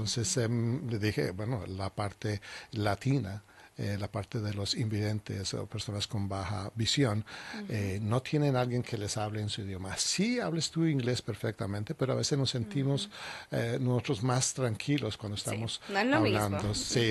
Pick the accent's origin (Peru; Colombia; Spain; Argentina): Colombia; moved away as an adult; now in United States; Originalmente soy de Colombia. Llegué a Estados Unidos hace ya 26 años